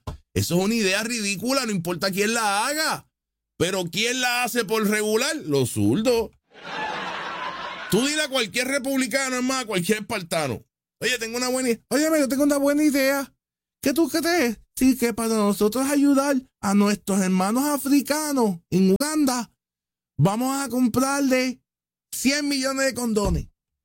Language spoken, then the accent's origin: Spanish; Puerto Rico; Los latinos americanos somos nosotros, los boricuas. Nosotros somos el puertorriqueño.